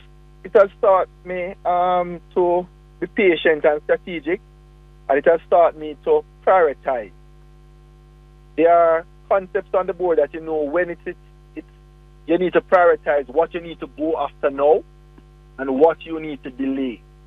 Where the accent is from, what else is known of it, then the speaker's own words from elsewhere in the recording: Spanish Town, Saint Catherine, Jamaica; also born or lived in Kingston; I was born in Kingston, but I grew up in Spanish Town.